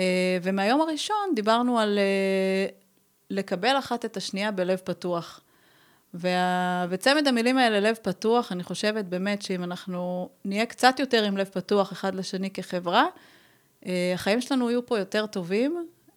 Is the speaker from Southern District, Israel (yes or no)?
yes; Beersheba, Southern District, Israel; ההורים שלי עלו שניהם מאיראן, אני גדלתי בבר שבע, ואני חושבת שהחיים בבר שבע של לפני 41 שנה, הנה חשפתי את גילי פה ברדיו.